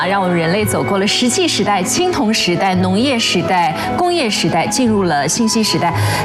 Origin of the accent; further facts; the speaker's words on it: Anhui, China; 我们安徽人那心中的自豪又油然而生了。